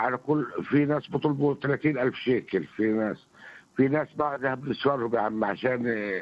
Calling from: Tulkarm, West Bank, Palestine; مواطن من طول كرم

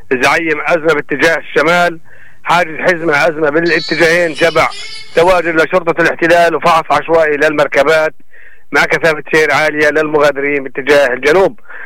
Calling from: Jericho, West Bank, Palestine; عندنا بريحة

